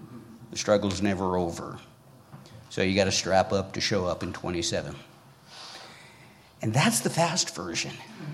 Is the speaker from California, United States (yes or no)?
no; Libby, Montana, United States; my hometown, Libby